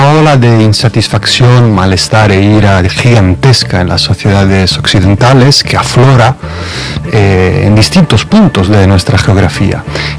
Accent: Italy; Spanish is a second language; En Italia, en mi país, el partido matriz del que es el partido de Meloni fue acogido en el gobierno por Berlusconi

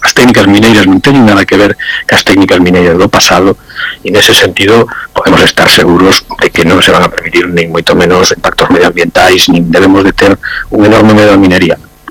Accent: Galicia, Spain; como europeos que somos, españoles que somos e galegos que somos

